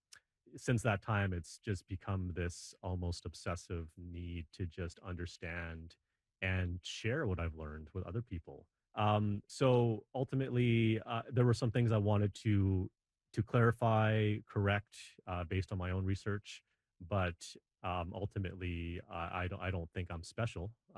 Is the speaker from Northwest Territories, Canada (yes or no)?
yes; Yellowknife, Northwest Territories, Canada; Well, I've been researching Yellowknife history for 26 years now. I'm born and raised in Yellowknife.